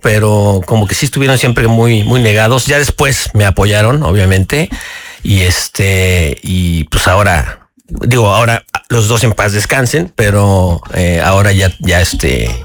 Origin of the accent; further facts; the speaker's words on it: Mexico City, Mexico; Yo soy de la Ciudad de México.